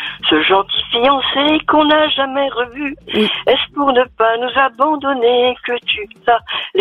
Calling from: Dijon, Bourgogne-Franche-Comté, France

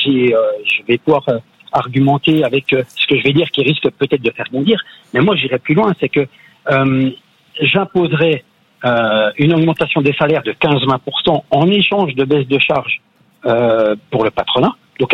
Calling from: Besançon, Bourgogne-Franche-Comté, France; Besançon.

